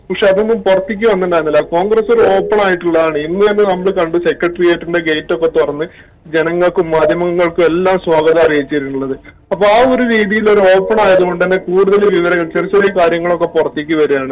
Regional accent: Pattambi, Kerala, India; now in Sharjah, United Arab Emirates; Palakkad പട്ടാമ്പിയാണ്.

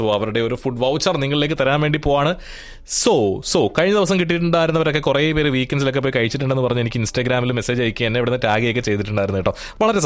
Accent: Kerala, India

